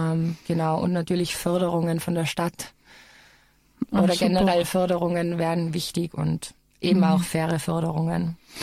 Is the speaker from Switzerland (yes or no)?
no; Austria; Also genau das ist eben das Problem bei uns in Österreich, dass einfach Clubkultur bei uns nicht so angesehen wird wie jetzt zum Beispiel in Berlin.